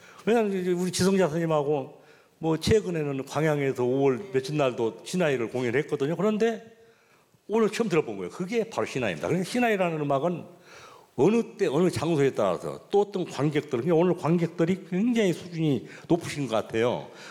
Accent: Damyang, South Jeolla, South Korea; 제가 고향이 전남 담양인데요.

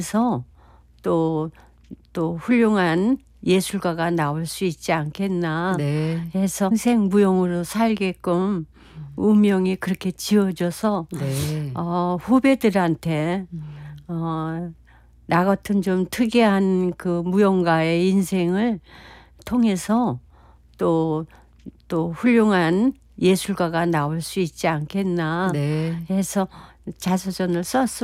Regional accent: North Korea; born there; 내가 태어난 곳이 약수터인데 삼박 약수로 유명한 지금은 김일성 별장이 거기 있대요. 그렇게 그 정도로 경치가 좋은 데서 이제 태어났는데

